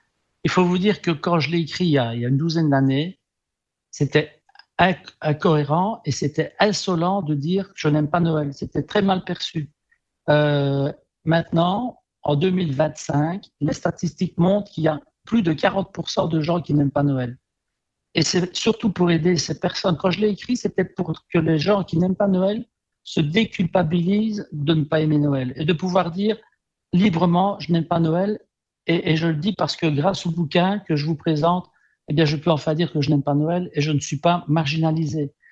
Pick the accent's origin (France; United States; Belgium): Belgium; born there; mes parents sont italiens, donc ils sont venus en Belgique dans les années 50 et moi, je suis né ici en Belgique, donc je vais dire que j'ai un lien à la culture italienne de par mes parents, et puis bon, moi j'ai la culture belge, hein, ou francophone